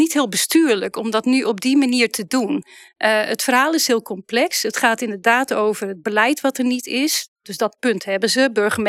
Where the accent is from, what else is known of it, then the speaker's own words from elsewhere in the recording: Netherlands; Ik kom uit Eeldewolde.